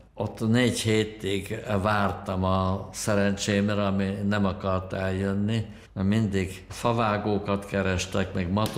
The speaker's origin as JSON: {"language": "Hungarian", "region": "Budapest", "country": "Hungary", "moved": "as an adult", "lives_now": "Austria", "said": "és én voltam az, aki mint pesti strici ottan hozzájuk csapódott"}